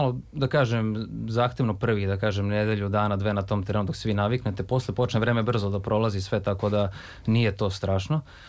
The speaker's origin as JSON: {"language": "Serbian", "region": "Belgrade", "country": "Serbia", "said": "Ja sam iz Beograda, živim tu kod Sava centra."}